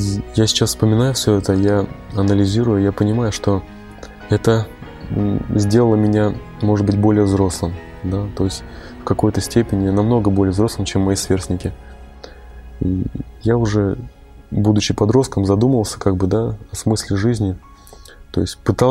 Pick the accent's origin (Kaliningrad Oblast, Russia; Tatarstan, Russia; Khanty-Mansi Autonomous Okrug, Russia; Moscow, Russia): Tatarstan, Russia; Naberezhnye Chelny; born there; also born or lived in Yakutia; в тот момент мы жили в Якутии, сам я вообще из Татарстана, из города Набережной Челны